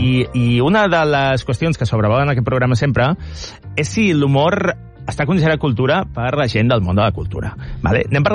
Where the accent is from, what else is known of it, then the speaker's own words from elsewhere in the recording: Sabadell, Catalonia, Spain; Jo soc de Sabadell i convindrem que és una ciutat que també està bastant al mapa